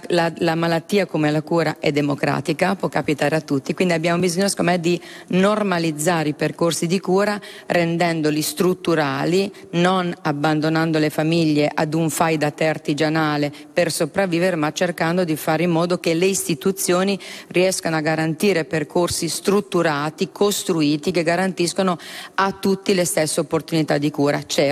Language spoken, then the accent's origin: Italian; Emilia-Romagna, Italy; accent: Emilian; io sono emiliana, si sentirà dalla mia voce